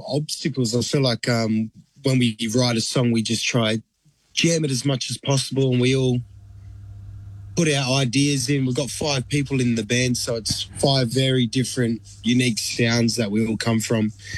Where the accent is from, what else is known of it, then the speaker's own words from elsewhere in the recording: Perth, Western Australia, Australia; We're born and bred in Perth, but our roots lie in Aotearoa